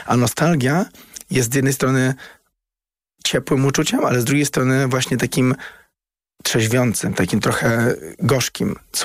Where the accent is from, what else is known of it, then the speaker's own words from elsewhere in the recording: Warsaw, Masovian Voivodeship, Poland; Ja wychowałem się na Saskiej Kępie i wciąż tam mieszkam